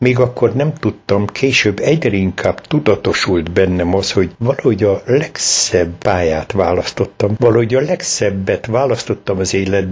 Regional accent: Pocsaj, Hajdú-Bihar, Hungary; also born or lived in Debrecen; Otthon töltöttük gyermekkorunkat, elemi iskolát Pocsajban, illetve Debrecenbe jártam a görögkatolikusban, majd polgáriskolába kerültem.

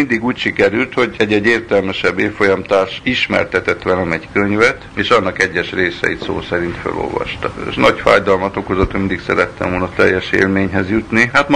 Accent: Győrszentiván, Győr-Moson-Sopron, Hungary; also born or lived in Vízkelet, Slovakia; Hányattatott sors várt ránk, Vízkeletről ki lettünk telepítve, először apám, anyám meg én, aztán a nagyszüleim 1948-ban, és Tóth Komlós közelébe lettek áttelepítve Csanád Albertire, apám pedig Győr-Szent Ivánra került, ott voltunk 10 évig, ott laktunk

